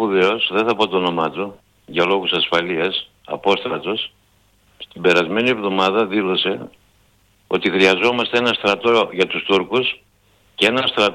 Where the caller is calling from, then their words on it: Greece; την πατρίδα μου